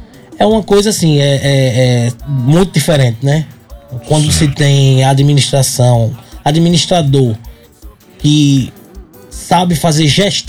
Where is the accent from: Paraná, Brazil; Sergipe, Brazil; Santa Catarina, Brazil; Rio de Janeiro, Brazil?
Sergipe, Brazil; Carira; moved away as an adult; now in Itabaiana, Brazil; sou de Carira, hoje moro em Itabaiana há 5 anos.